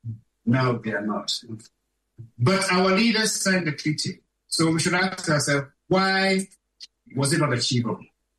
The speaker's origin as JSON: {"language": "English", "country": "Ghana", "also_born_or_lived": "United Kingdom", "said": "I'm Ghanaian. I was born in the UK. I have a British passport. I have a Ghanaian passport."}